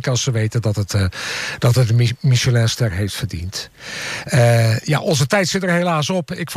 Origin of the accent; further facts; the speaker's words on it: Apeldoorn, Gelderland, Netherlands; Apeldoorners zijn natuurlijk misschien een vrij gewoon volk.